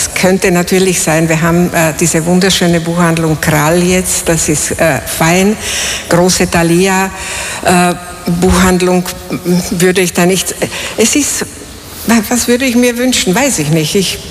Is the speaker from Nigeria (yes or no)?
no; Bratislava, Bratislava Region, Slovakia; also born or lived in Vienna; now in St. Pölten, Austria; Ich bin in einer Wohnung in Bratislava aufgewachsen und ich weiß, wie es ist, die Nachbarn zu hören und so. Und so sind wir nach Wien gekommen